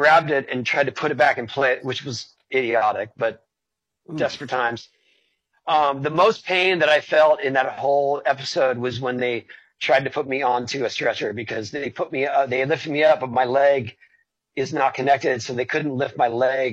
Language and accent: English; San Diego, California, United States; I grew up in San Diego